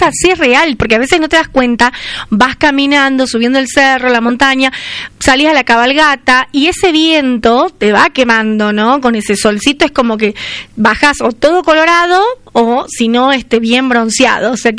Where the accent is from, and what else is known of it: Argentina